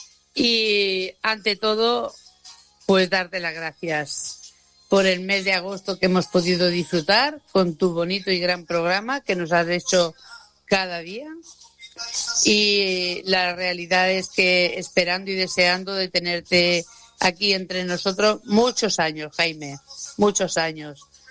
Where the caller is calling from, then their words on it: Sabadell, Catalonia, Spain; de Sabadell.